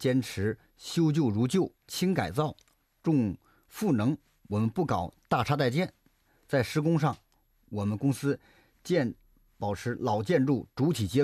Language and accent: Chinese; Tianjin, China